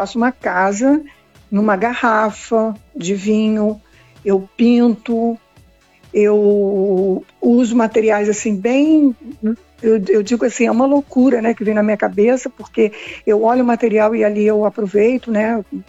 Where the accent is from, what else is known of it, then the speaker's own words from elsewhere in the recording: Rio de Janeiro, Brazil; moved away as an adult; now in São Pedro da Aldeia, Brazil; Eu sou do Rio de Janeiro, mas aí eu optei vir para o Paraíso.